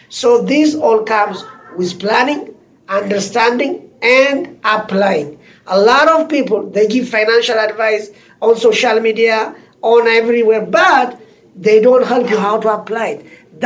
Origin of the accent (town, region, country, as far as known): Ethiopia